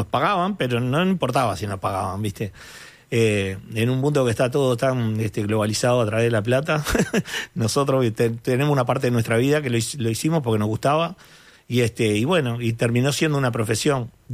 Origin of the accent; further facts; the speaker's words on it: Montevideo, Uruguay; que soy oriundo del Cerro